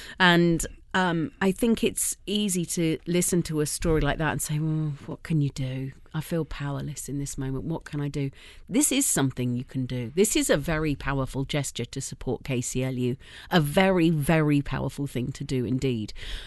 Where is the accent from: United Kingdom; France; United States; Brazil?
United Kingdom; because I'm British and do not have the, you know, the false.